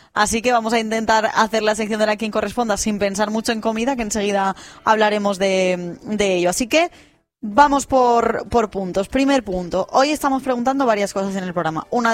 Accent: Burriana, Valencian Community, Spain; yo soy de Burriana, en Burriana estamos en fiestas

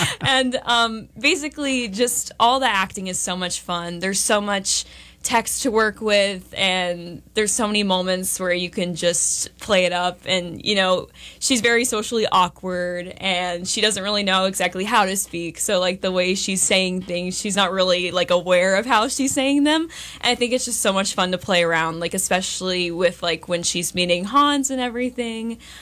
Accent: Brentwood, Tennessee, United States; moved away as an adult; now in New York City, United States; I'm originally from Brentwood, Tennessee, so kind of far from here. And then I go to college in New York City at Marymount Manhattan College.

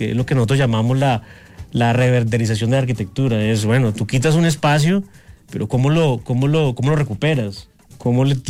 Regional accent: Ibagué, Tolima, Colombia; now in Bogotá, Colombia; venimos los duros de Ibagué. Realmente, realmente sí venimos con una banderita de emprendimiento, de fortaleza empresarial acá a Bogotá.

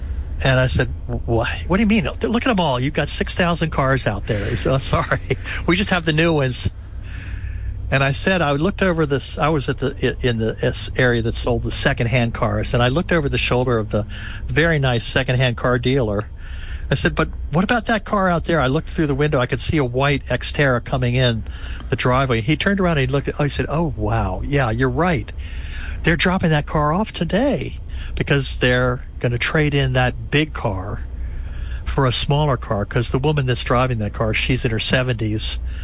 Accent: Bethesda, Maryland, United States; I'm from Bethesda, Maryland. We never check the oil.

